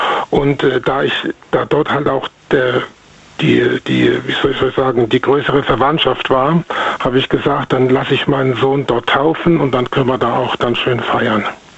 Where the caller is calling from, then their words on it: North Rhine-Westphalia, Germany; aus dem Rhein-Sieg-Kreis.